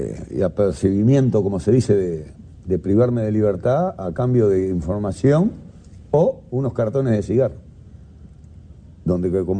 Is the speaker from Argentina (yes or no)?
no; Montevideo, Uruguay; yo nací en la aduana, en la Ciudad Vieja, uh-huh. A dos cuadras del puerto.